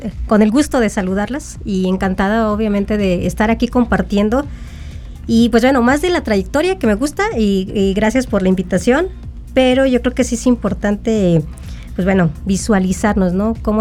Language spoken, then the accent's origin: Spanish; San Luis Potosí, Mexico; yo soy de San Luis Potosí, capital